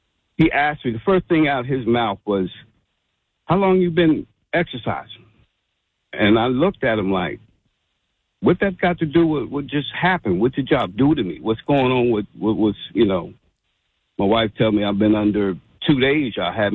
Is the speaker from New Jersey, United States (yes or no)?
yes; New Jersey, United States; moved away as an adult; also born or lived in North Carolina; now in Freehold, United States; Born and raised in Jersey. I went down to North Carolina for a few minutes.